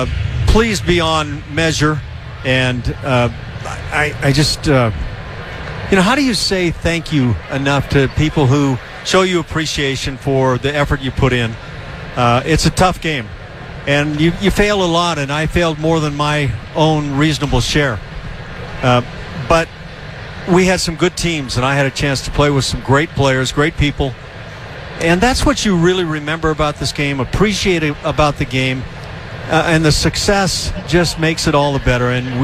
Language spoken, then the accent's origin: English; Los Angeles, California, United States; I grew up as a big Dodger fan in L.A.